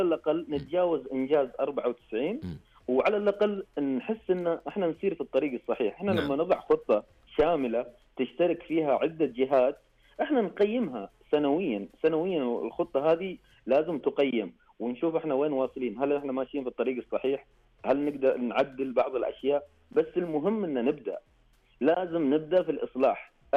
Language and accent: Arabic; Saudi Arabia; انا كسعودي